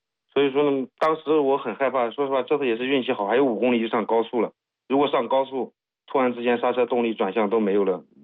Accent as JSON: {"language": "Chinese", "town": "Huaibei", "region": "Anhui", "country": "China", "tie": "born or raised there", "moved": "yes", "said": "我是安徽淮北的"}